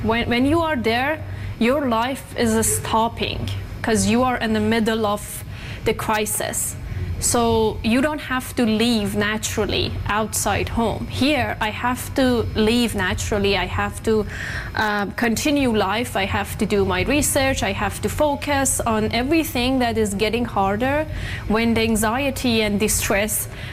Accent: Iran; I'm like originally from Iran. I had a lot of like traumas back in Iran.

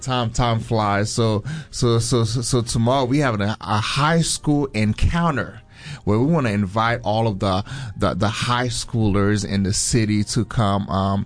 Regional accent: Fort Lauderdale, Florida, United States; born there; moved away as an adult; also born or lived in Haiti / Tupelo, Mississippi; now in Mobile, United States; born in Haiti, raised in Fort Lauderdale, Florida. From Fort Lauderdale, Florida, matriculated to, came here to Alabama for school.

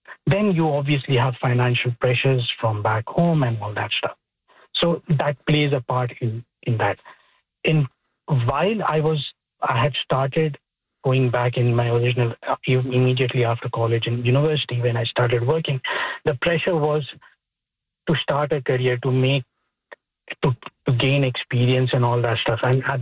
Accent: Pakistan; also born or lived in United Arab Emirates / Australia; now in Canada; I'm originally from Pakistan, and I've lived in the UAE, then Australia, and before moving to Canada.

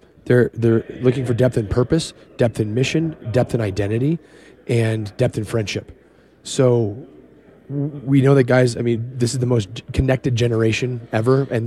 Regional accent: Golden, Colorado, United States; I am. I'm originally from Golden, Colorado.

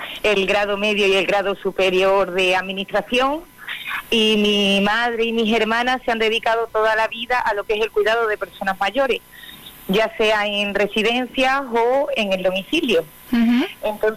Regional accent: Calamonte, Extremadura, Spain; me di cuenta de que Arroyo, porque yo realmente soy de Calamonte, uh-huh.

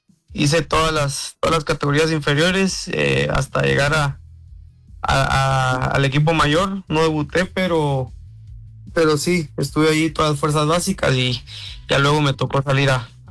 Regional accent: Mixco, Guatemala Department, Guatemala; moved away as an adult; now in San Marcos, Guatemala; Yo, de acá de la capital, soy de Misco, fíjate, precisamente, de zona 6 de Misco, pero tocó ir afuera ahora a San Marcos.

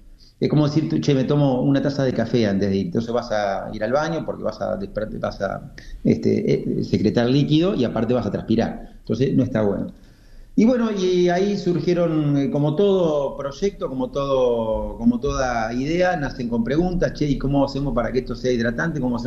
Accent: San Pedro, Argentina; soy de San Pedro, como bien dijiste, y me gusta mucho el deporte, me gusta la actividad física, y siempre cuando voy al gimnasio acá en San Pedro

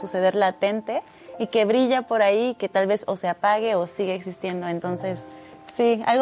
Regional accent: Mexico; espejea mucho lo que somos los mexicanos

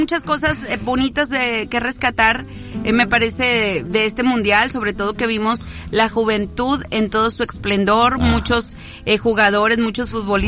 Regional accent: Mexico; nos afectó como mexicanos

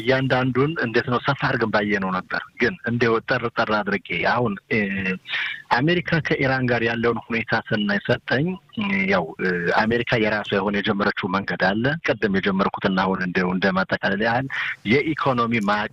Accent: Amhara, Ethiopia; ያደግኩበት የተወለድኩበትን ቦታ ጨዋሄት፣ ጎንደር ሲባል ጨዋሄት አገር ጨዋሄት የሚል ከሰማሁና

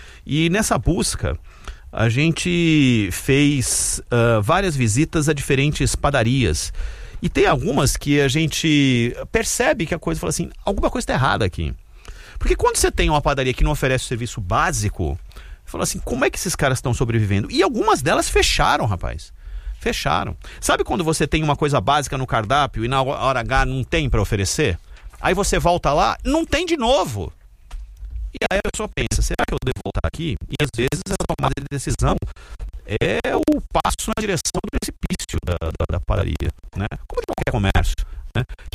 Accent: São Paulo, Brazil; born there; moved away; eu nasci na Pompeia, né? Nasci no bairro da Pompeia e depois fui embora da Pompeia e passei a vida inteira longe da Pompeia. Mas voltei há 4 anos para Pompeia. Nasci no Hospital São Camilo

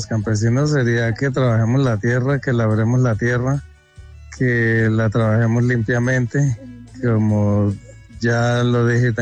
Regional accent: Guayatá, Boyacá, Colombia; es de los municipios que más le aportamos agua a la represa de Chivor.

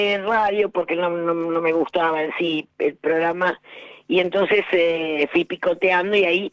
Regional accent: Lanús, Buenos Aires Province, Argentina; Yo soy de Lanús.

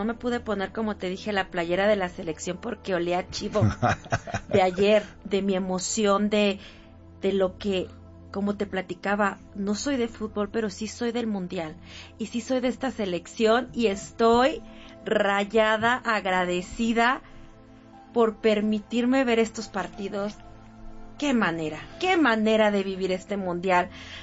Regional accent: Mexico

